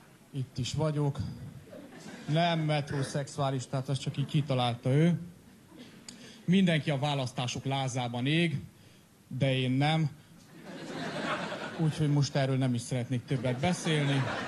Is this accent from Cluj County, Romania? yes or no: yes; Cluj-Napoca, Cluj County, Romania; én külföldi vagyok, én Kolozsvárról jövök